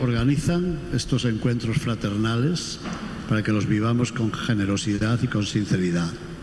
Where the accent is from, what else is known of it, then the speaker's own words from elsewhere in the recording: Spain; moved away; mi tierra, a España